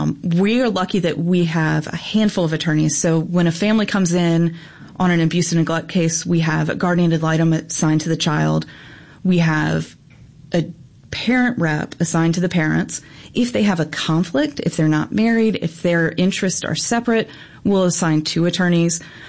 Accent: Virginia, United States; now in Mississippi, United States; in Virginia, in my hometown

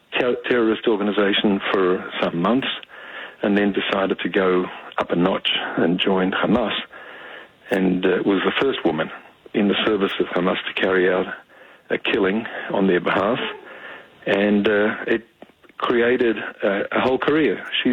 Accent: Australia; That's because I'm an Australian, born in Australia.

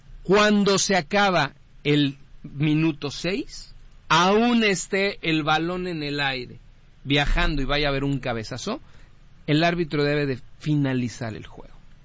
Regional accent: Mexico

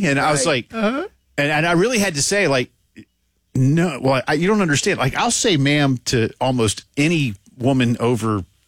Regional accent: the South, United States; moved away; I'm a Southerner, and I'm mm-hmm. in my 20s.

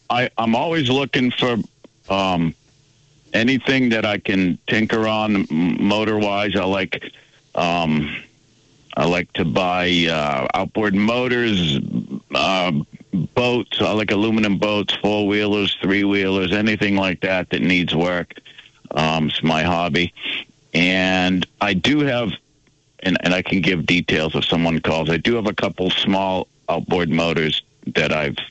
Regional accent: Danville, Vermont, United States; I am from Danville. I'm over in New Hampshire this morning, so I'm not sure.

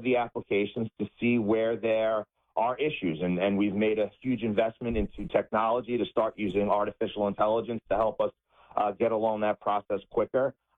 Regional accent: New York, United States; New York, my home state

